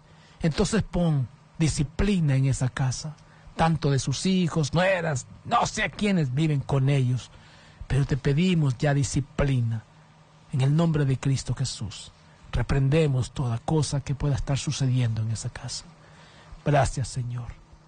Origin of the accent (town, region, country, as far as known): Honduras